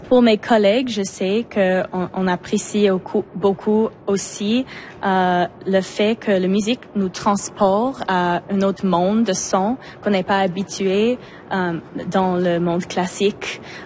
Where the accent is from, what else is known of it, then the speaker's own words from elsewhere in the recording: Montreal, Quebec, Canada; parce que on vient de Montréal puis on a essayé de trouver une façon de amener tous les instruments de Montréal jusqu'à Vancouver.